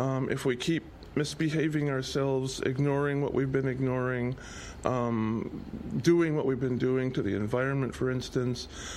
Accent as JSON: {"language": "English", "town": "Pasadena", "region": "California", "country": "United States", "tie": "born or raised there", "said": "my hometown, Pasadena"}